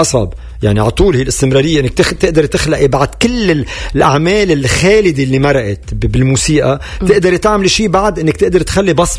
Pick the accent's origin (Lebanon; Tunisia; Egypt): Lebanon; يعني أنا لبناني واللي عم نعيشه من وقت ما خلقت أنا بلبنان بالحروب اللبنانية وكل هالقصص